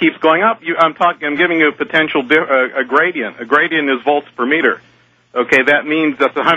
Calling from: Tehachapi, California, United States; calling from out in Tehachapi.

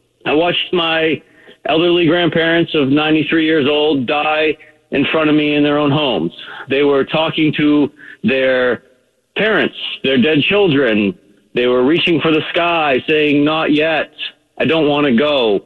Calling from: Maine, United States; I'm up here in Maine

